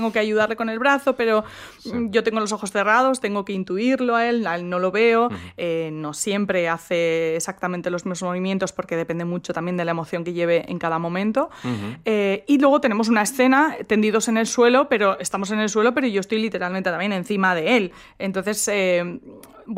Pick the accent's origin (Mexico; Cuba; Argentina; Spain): Spain; Basque Country; como buena vasca, pues tengo todas las S's que encima a mí me silban un montón.